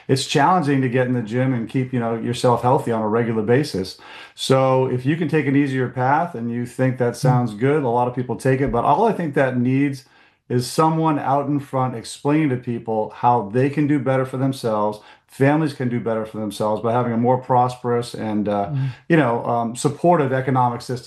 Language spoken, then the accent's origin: English; Maine, United States; I'm from District 1. My wife and my family grew up here.